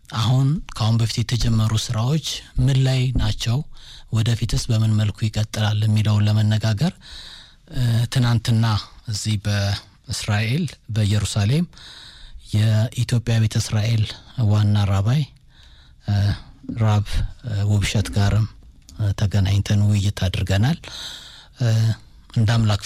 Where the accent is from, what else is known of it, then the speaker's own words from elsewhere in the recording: Kechene, Addis Ababa, Ethiopia; ከዛ የተሰደደ መጥቶ ቀጨኔን መስርቶ ቀጨኔ ከሚኖረው እኔ አሁን ቀጨኔ ነው ተወልጄ ያደኩት።